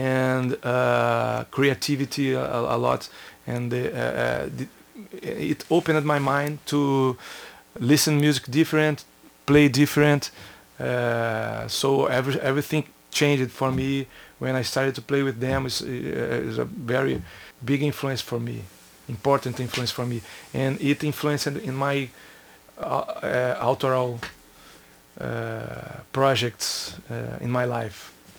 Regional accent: Brazil; English is a second language; we grew up in Brazil.

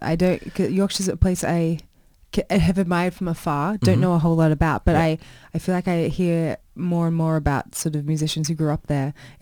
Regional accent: Australia; now in United Kingdom; so I'm from Australia originally, but when I moved here

